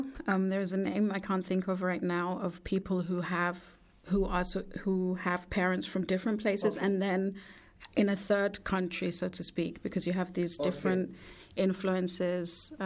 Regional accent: London, United Kingdom; now in Vienna, Austria; So I grew up in the UK. I grew up in London. Mm-hmm. I was born in London. My mom's from Austria. My dad is from Nigeria, is Igbo.

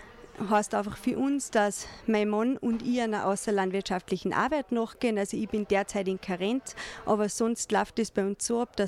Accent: Taxenbach, Salzburg, Austria; Ich komme aus Daxenbach. Ich bin Mama von zwei kleinen Kindern.

